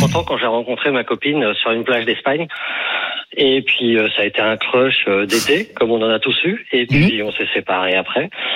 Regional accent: Paris, Île-de-France, France; J'adore Paris, c'est ma ville. Je suis parisien, je suis PSG depuis 54 ans. Mais arrive un moment où j'en pouvais plus de Paris. Et pourtant, j'adore ces rues. J'ai grandi dans le 5e.

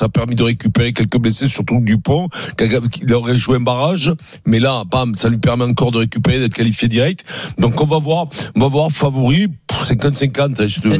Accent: Brittany, France; On est bretons. Moi aussi, je suis breton.

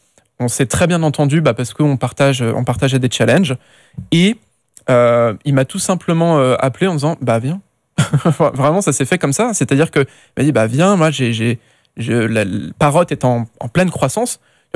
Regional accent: France; il faut montrer son produit en tant que petit Français, en être fier et le porter avec son petit accent, etc.

